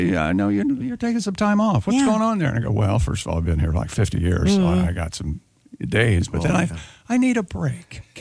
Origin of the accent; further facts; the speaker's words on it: Columbus, Ohio, United States; Well, you know me. I grew up in Columbus, Ohio. Michigan does not deserve any wins. That's the way I was born and raised.